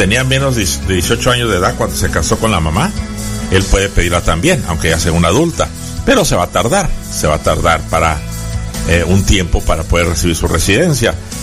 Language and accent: Spanish; Mexico; now in United States; porque yo soy mexicano